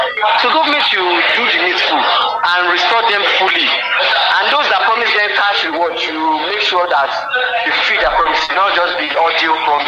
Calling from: Iwuru, Nigeria; I'm calling you from Iwuru.

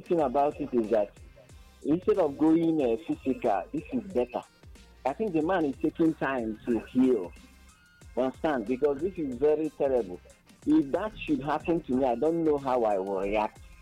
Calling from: Abakaliki, Ebonyi, Nigeria; I'm listening from Abakaliki.

